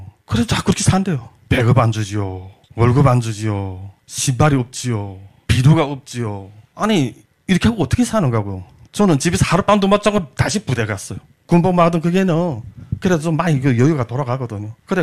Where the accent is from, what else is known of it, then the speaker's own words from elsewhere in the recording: North Korea; moved away as an adult; now in South Korea; 그런 생지옥을 저는 직접 목격하면서 야 이거 북한에서 태어난 거 왜 이렇게 후회되고 내가 이 자리에서 이 태어나서 앞으로 살아가는 과정이가 너무나도 아름다운 거예요. 그래도 그런가 보다고 살았어요. 살다가 한국을 오게 된 계기가